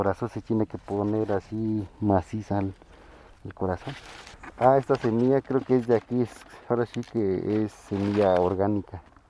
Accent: Hidalgo, Mexico; now in Xochimilco, Mexico; Soy estado de Hidalgo. Allá nos dedicábamos lo que es el maíz, el frijol y también café. Ajá. Pero es lo que te digo, allá como que es diferente. Bueno, allá hace más calor y no es como aquí, veo tierra, pura tierra. Allá hay muchas piedras

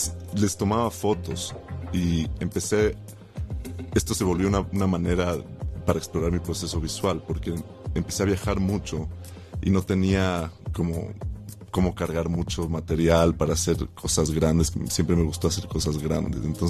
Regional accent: Ecuador; also born or lived in Quito; Es un nivel burocrático de cómo somos los ecuatorianos.

